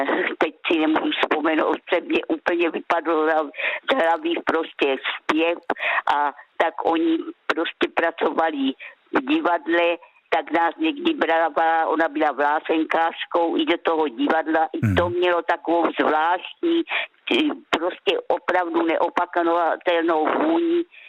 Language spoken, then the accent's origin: Czech; South Moravian Region, Czechia; born there; Narodila jsem se v Lohací u Hodonína a tam jsem měla babičku